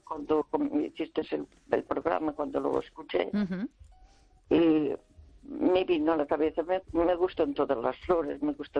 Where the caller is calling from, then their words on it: Santiago de Compostela, Galicia, Spain; de Santiago.